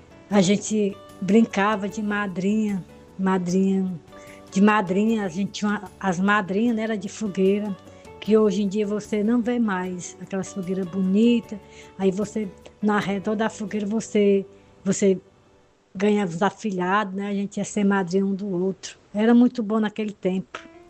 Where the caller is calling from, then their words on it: Fortaleza, Ceará, Brazil; sou daqui de Fortaleza.